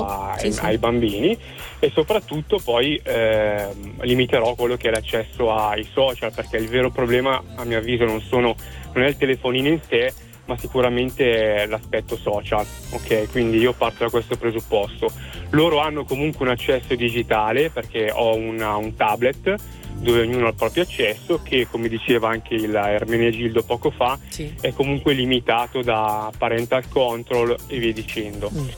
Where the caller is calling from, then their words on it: Bergamo, Lombardy, Italy; direzione Bergamo.